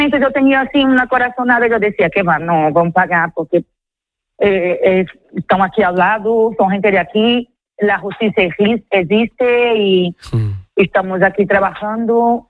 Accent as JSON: {"language": "Spanish", "town": "São Luís", "region": "Maranhão", "country": "Brazil", "tie": "born or raised there", "moved": "as an adult", "lives_now": "A Coruña, Spain", "said": "São Luís es mi pueblo en Brasil."}